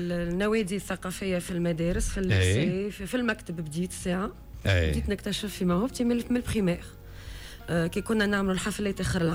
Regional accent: La Goulette, Tunis Governorate, Tunisia; انا من تونس، من البونليو، بنت الكرم، حلق الويد، قريت في حلق الويد.

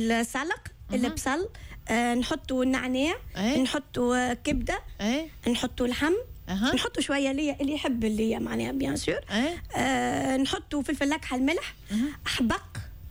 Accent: Sousse, Sousse Governorate, Tunisia; القلاية هذيكي عندنا في سوسة لهنا يعملوا زيدا

